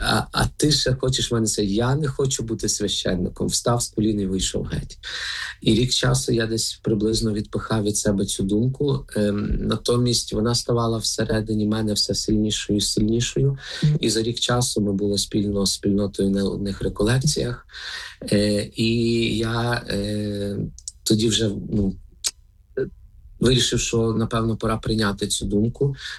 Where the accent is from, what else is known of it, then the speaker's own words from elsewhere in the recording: Lviv Oblast, Ukraine; хоч родом я сам з Львівської, так.